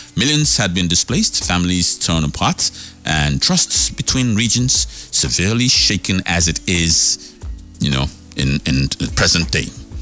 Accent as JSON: {"language": "English", "country": "Nigeria", "said": "I used to love social studies when I was growing up in school. You learned about your country. You learned to develop pride, you know, as a Nigerian."}